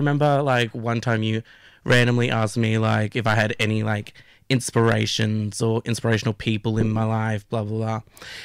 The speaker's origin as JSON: {"language": "English", "town": "Sydney", "region": "New South Wales", "country": "Australia", "tie": "born there", "said": "So I was born in Sydney, down in East Lakes, near Mascot."}